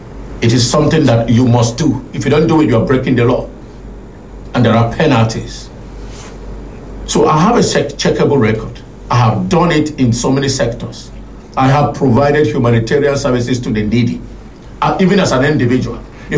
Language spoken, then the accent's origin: English; Benue, Nigeria; I am from Bandika.